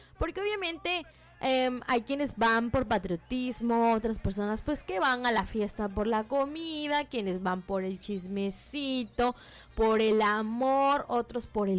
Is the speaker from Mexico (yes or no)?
yes; Mexico; todos celebramos todos los días que somos mexicanos